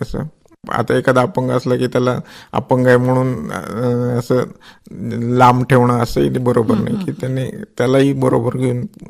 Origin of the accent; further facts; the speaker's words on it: Satara, Maharashtra, India; मी जातो सुट्टीला साताऱ्याचं, मी साताऱ्याच आहे, सुट्टी असली की मी जातो साताऱ्याला.